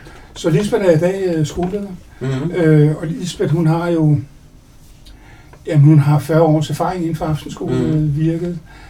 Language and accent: Danish; Brøndby, Capital Region of Denmark, Denmark; Og jeg kommer fra Brøndby, og aktiv i Brøndby